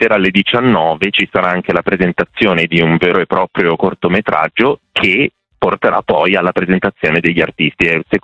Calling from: Milan, Lombardy, Italy; da Milano

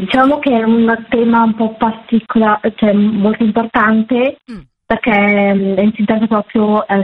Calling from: Milan, Lombardy, Italy; Sono al Benillo, a Milano, in via Capuzzo 5.

